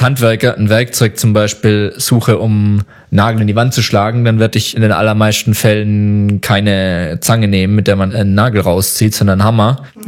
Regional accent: Pforzheim, Baden-Württemberg, Germany; die Mission lag nicht so weit weg von Pforzheim da, wo ich aufgewachsen bin.

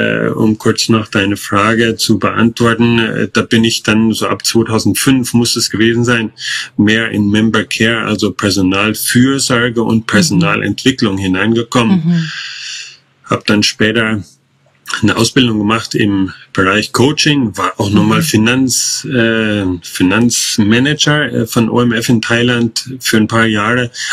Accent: Central Germany, Germany; born there; Ich komme hier gebürtig aus der Mitte von Deutschland. Vielleicht hört man das auch ein bisschen an meinem Akzent.

